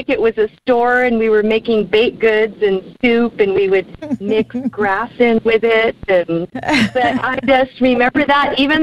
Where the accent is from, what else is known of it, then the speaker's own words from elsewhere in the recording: California, United States; Growing up in the Bay Area outside of San Francisco